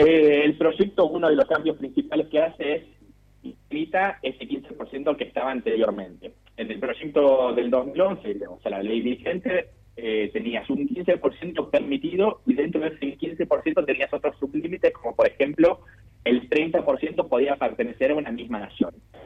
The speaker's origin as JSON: {"language": "Spanish", "region": "Tierra del Fuego", "country": "Argentina", "said": "Nosotros venimos de una provincia, yo soy de Tierra del Fuego también, la única bicontinental con presencia en el territorio blanco"}